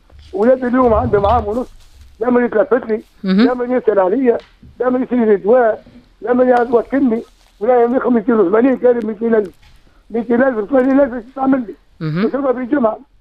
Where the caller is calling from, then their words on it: Tunisia; من المحمدي